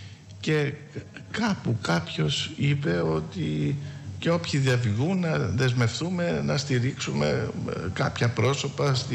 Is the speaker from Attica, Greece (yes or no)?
no; Rhodes, South Aegean, Greece; Ο Δήμος, η πόλη μου